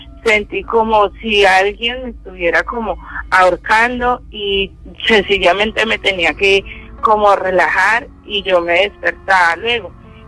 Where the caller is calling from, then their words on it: Pereira, Risaralda, Colombia; yo soy de Pereira